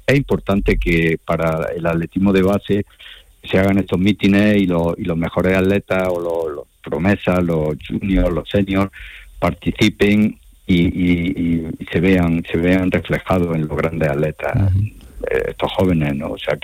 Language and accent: Spanish; La Zubia, Andalusia, Spain; also born or lived in La Rinconada, Seville; estuve un año en Sevilla, pero en la Rinconada, pero realmente me he criado en la Zubia, o sea, que yo digo que me bañaba en el estanque de Corvales y me arrastraba la barriga por la cual, o sea, que soy de la Zubia, soy soviético.